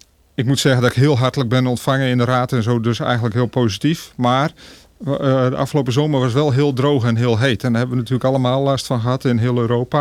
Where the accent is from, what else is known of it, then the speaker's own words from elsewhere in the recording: Leeuwarden, Friesland, Netherlands; moved away as an adult; also born or lived in Arnhem; now in Brummen, Netherlands; ik ben in 1976, dus het is een kroonjaar. Geboren in Leeuwarden en ook getogen in Leeuwarden. Ik heb daar heel wat voetsporen liggen. Ik heb daar bestuurskunde gestudeerd na de middelbare school. En daarna eigenlijk uitgewaaid. En ik heb lang in Arnhem gewoond.